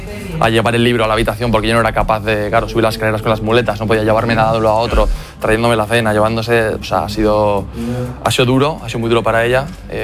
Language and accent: Spanish; Navarre, Spain; Yo soy muy navarro, muy de mi tierra, y me encanta pasar cada día allí.